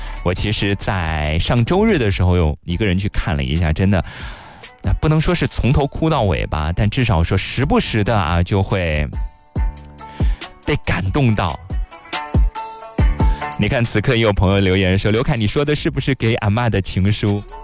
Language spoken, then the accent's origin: Chinese; Jiangsu, China